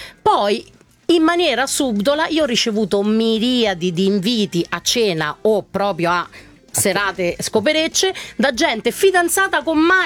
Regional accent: Castelli Romani, Lazio, Italy; io sono dei Castelli Romani, anch'io

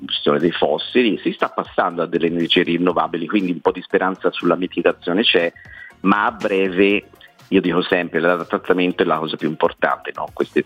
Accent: Florence, Tuscany, Italy; perché poi sono fiorentino

